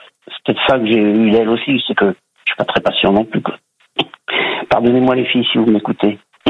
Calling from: Laval, Pays de la Loire, France; Moi j'habite en Mayenne, à Laval.

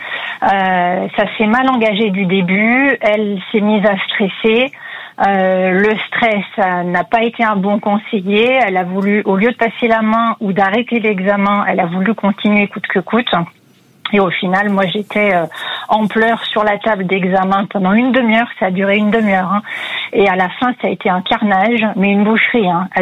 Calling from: Bourgogne-Franche-Comté, France; près de Mâcon.

